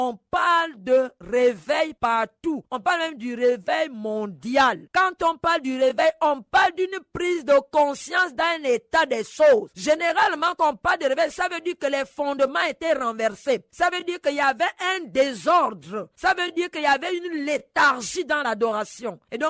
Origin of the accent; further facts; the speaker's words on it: Gabon; now in Côte d'Ivoire; est récurrent au Gabon chez moi? On a eu cela. Tout le monde est d'accord avec moi que ça ne va pas. Je viens ici en Côte d'Ivoire, j'entends pire.